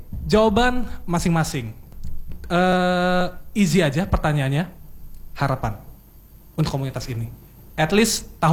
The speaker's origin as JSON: {"language": "Indonesian", "town": "Serang", "region": "Banten", "country": "Indonesia", "tie": "born there", "said": "sekolah-sekolah di Serang yang kebetulan ini juga tanah kelahiran gua ya"}